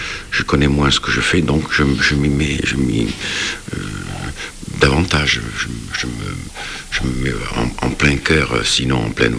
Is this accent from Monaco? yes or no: yes; Monaco; je suis de Monaco